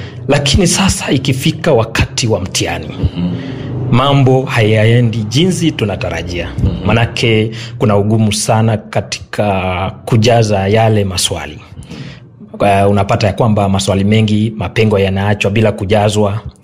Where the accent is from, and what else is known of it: Bungoma County, Kenya; first language Kalenjin; Swahili is a second language